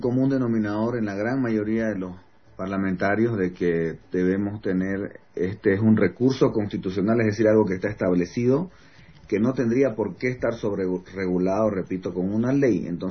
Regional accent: Bolivia; como bolivianos, como ciudadanos que estamos actualmente acá viviendo lo que está pasando en la ciudad de La Paz

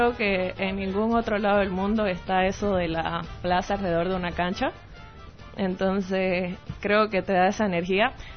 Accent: Porongo, Santa Cruz, Bolivia; crecí en Porongo y es como una pequeña dosis de Santa Cruz de antaño

